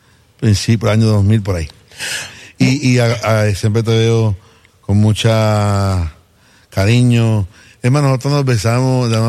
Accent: Cidra, Puerto Rico; also born or lived in Caguas; Y me crié en el pueblo de Sidra.

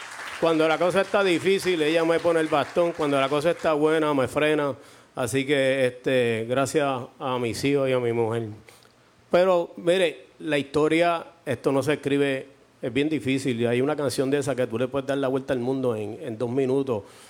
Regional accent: Puerto Rico; Yo soy boricua

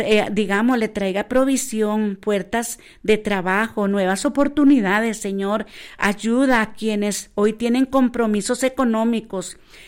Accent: Costa Rica; como buenos ticos que somos

